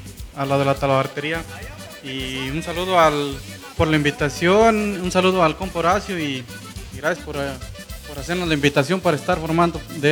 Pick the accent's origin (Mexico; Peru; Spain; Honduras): Mexico; Jabalí; soy originario de Jabalí.